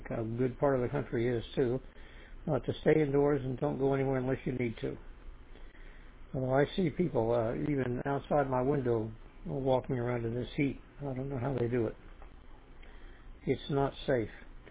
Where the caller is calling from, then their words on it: Florida, United States; from South Florida